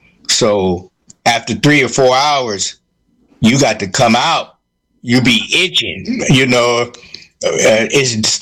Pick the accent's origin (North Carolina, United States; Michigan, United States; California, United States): California, United States; Oakland; And my mother and father had a band that was really good. And, you know, growing up in Oakland … they all came to my dad's studio.